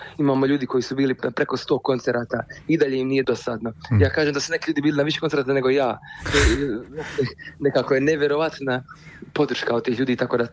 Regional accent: Dubrovnik, Dubrovnik-Neretva County, Croatia; mi smo iz Gruža, to je naselje u Dubrovniku.

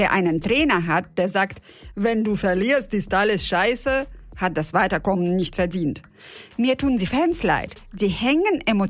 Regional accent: Uzbekistan; now in Germany; Ich komme aus Usbekistan. Mein Mann ist Spanier und unser Sohn ist Deutscher.

